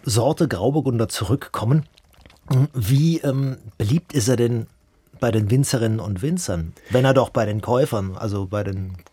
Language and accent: German; Bavaria, Germany; moved away; ich komme aus Unterfranken